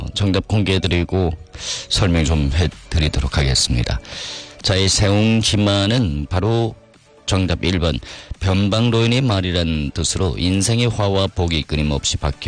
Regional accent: China; 우리 조선족 분들은 우리말로

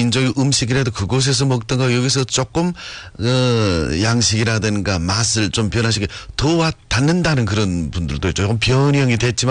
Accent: Yanbian, Jilin, China; 우리 연변은 그 우량한 전통을 계승을 하면서 새 시대의 새로운 여정 속에서 모범자치주의 새로운 영광을 계속해 써내려가고 있습니다.

